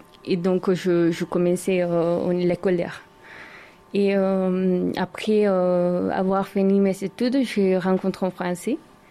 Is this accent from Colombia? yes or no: yes; Colombia; now in France; Alors, je suis née en Colombie.